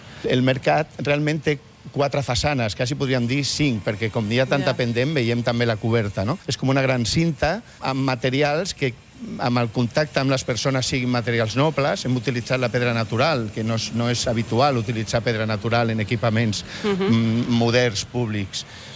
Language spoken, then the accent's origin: Catalan; Barcelona, Catalonia, Spain; born or raised there